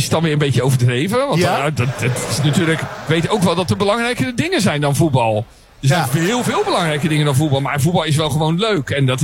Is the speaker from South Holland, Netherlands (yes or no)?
yes; Rotterdam, South Holland, Netherlands; als ik als Rotterdammer erbij ben.